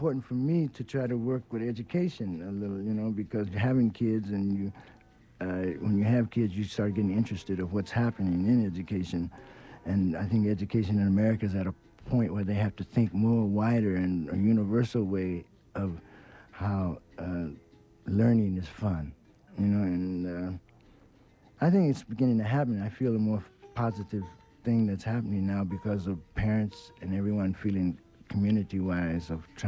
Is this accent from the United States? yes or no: yes; Los Angeles, California, United States; the community in Watts that was so wonderful that I thank God of growing in that community